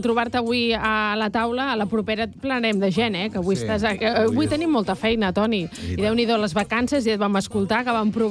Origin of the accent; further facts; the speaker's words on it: Valencian Community, Spain; Com a valenciana que sóc.